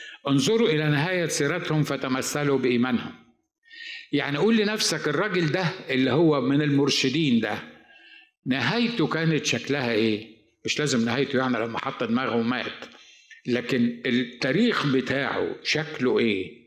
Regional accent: Egypt; moved away; هو انا بفتح برانش هنا من مجلس الشعب عندنا في مصر

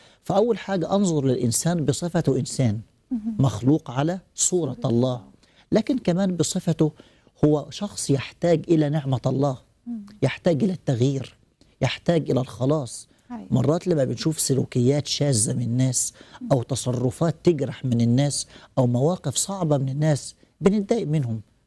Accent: Upper Egypt, Egypt; دايما يقولوا عندنا في الصعيد الناس بالناس.

